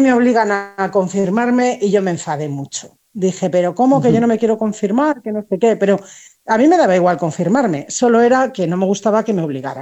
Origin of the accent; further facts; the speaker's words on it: Spain; born there; yo nací en una familia muy católica en España, como podéis ver por mi acento